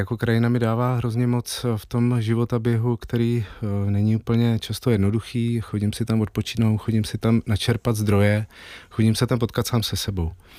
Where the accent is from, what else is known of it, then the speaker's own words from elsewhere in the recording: Hradec Králové, Hradec Králové Region, Czechia; moved away as an adult; also born or lived in Orlické hory; Já jsem žil do 25 nebo do 20 let v Hradci Králové, strávil jsem dětství v Orlických horách, kde jsme měli chalupu